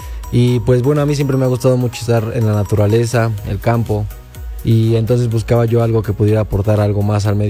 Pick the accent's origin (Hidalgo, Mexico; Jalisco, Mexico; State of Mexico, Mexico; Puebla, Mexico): Hidalgo, Mexico; Tulancingo; pues la universidad me queda cerca, yo soy originario de Tulancingo